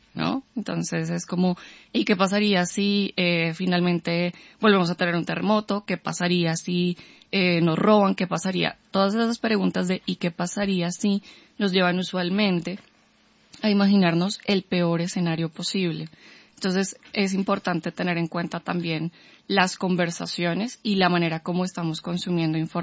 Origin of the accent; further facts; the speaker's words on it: Bogotá, Colombia; nosotros como bogotanos o como colombianos